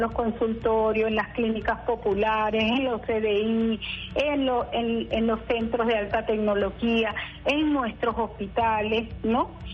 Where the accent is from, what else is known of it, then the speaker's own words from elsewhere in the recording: Venezuela; Como venezolana, como guayú, como indígena, ahora asumir el viceministerio